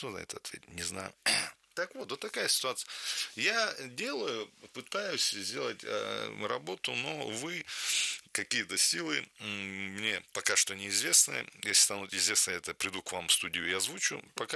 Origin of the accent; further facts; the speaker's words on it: Dagestan, Russia; Потому что я аварец, русский националист.